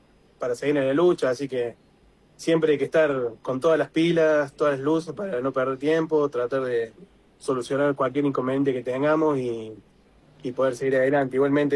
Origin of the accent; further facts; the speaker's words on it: Villa Carlos Paz, Córdoba, Argentina; yo soy oriundo de Villa Carlos Paz, mi ciudad natal es mi lugar en el mundo.